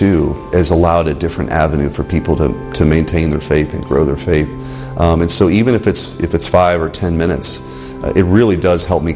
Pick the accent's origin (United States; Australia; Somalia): United States; St. Louis, Missouri; I grew up in St. Louis, which is a very Catholic town, and has been referred to as the Rome of the West